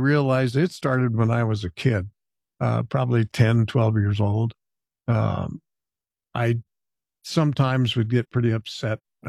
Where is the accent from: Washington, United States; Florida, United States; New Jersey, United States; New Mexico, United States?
New Mexico, United States; Los Alamos; luckily I grew up in Los Alamos, so there's canyons and mountains all around.